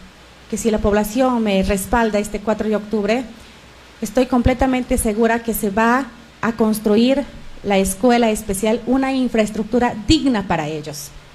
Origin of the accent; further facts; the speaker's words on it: Amazonas, Peru; mi gente de Mariscal Benavides